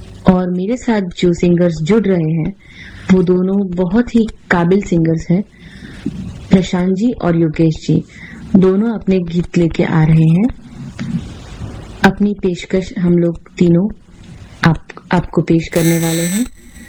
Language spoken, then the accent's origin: Hindi; Sharjah, United Arab Emirates; UAE Sharjah की रहने वाली हूँ।